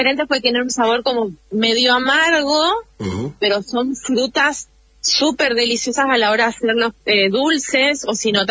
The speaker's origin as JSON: {"language": "Spanish", "town": "Ciudad del Este", "region": "Alto Paraná", "country": "Paraguay", "tie": "born there", "said": "Yo nací en Ciudad del Este, en Paraguay."}